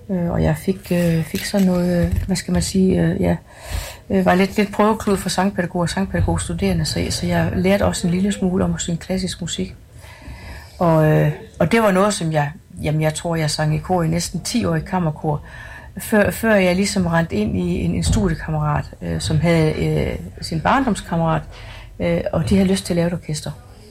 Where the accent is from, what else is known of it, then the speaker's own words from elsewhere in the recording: Aalborg, North Denmark Region, Denmark; born there; moved away as an adult; now in Aarhus, Denmark; Nu har jeg sunget hjem til Aarhus i 40 år, og så er det faktisk Aalborg, der er min fødeby, ikke?